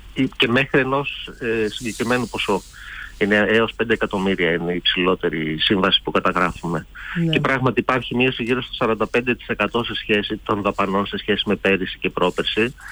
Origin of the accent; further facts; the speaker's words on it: Antikyra, Central Greece, Greece; moved away; εγώ, ας πούμε, πηγαίνω πολύ συχνά στο χωριό μου που είναι στην Αντικειρία Βιωτίας.